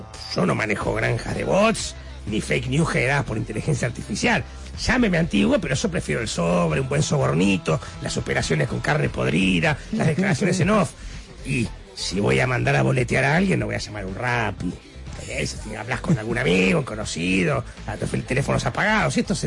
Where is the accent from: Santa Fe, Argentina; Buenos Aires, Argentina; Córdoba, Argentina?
Buenos Aires, Argentina; A un porteño como yo eso le duele más que cualquier fracaso escolar.